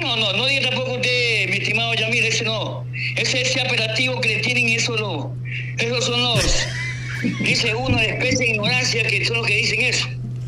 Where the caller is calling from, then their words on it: Junín, Manabí, Ecuador; una tarde soleada en mi tierra, Junín